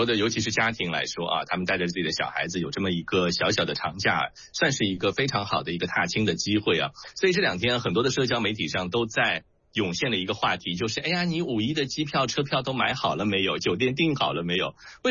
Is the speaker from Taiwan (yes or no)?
no; Shanghai, China; 但对于我们上海话来说